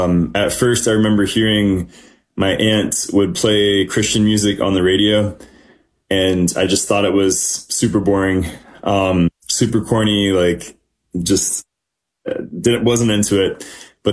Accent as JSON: {"language": "English", "region": "Florida", "country": "United States", "tie": "born or raised there", "said": "We grew up in Florida"}